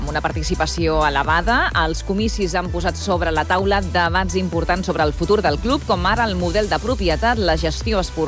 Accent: Badalona, Catalonia, Spain; moved away as an adult; now in Tiana, Spain; jo sóc de Badalona. Clar. Jo vaig viure a Badalona fins als 25 anys. Després sí que em vaig canviar de llocs. Ara visc a Tiana, però sí que és veritat que jo a Tiana ara fa ja... 14 anys que hi vis, per tant em considero tianenca, però jo sóc de Badalona

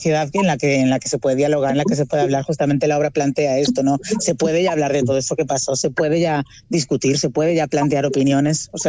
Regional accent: Galicia, Spain

